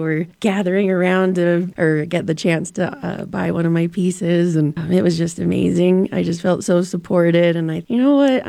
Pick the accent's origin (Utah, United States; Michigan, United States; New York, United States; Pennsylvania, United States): Utah, United States; Salt Lake City; now in Park City, United States; Yep, I've lived in Utah my whole life. My family is originally from Shiprock, New Mexico. But okay. I grew up in Utah, in Salt Lake, and then moved to Park City 3 years ago.